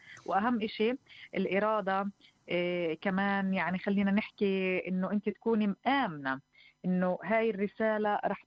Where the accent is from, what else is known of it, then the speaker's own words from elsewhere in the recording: West Bank, Palestine; كانوا يتفاجئوا أنه أنا من الضفة الغربية، يعني كانوا يحكوا مستحيل حد مش عايش في غزة